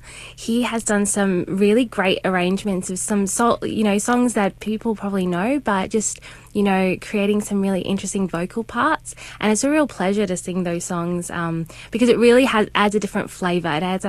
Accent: Adelaide, South Australia, Australia; I'm originally from Adelaide. Well, I moved to Adelaide when I was 11, so Adelaide is definitely my hometown for sure.

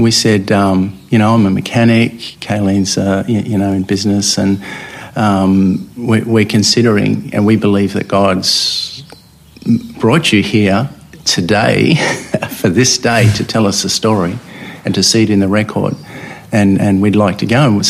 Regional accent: Papua New Guinea; I grew up in New Guinea for 7 years as a child

